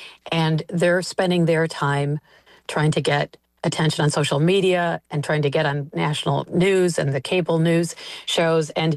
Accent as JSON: {"language": "English", "region": "Michigan", "country": "United States", "moved": "yes", "lives_now": "California, United States", "said": "I'm originally from Michigan, and I never understood how everything in California could cost so much. I've lived here for 23 years"}